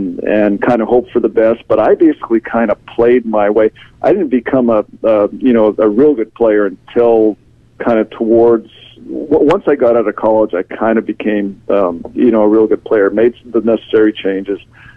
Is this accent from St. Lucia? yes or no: no; Canada; moved away as an adult; I'm still Canadian